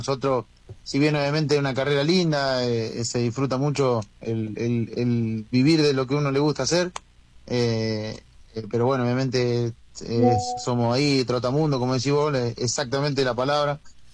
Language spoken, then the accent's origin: Spanish; Argentina; moved away as an adult; el ser argentino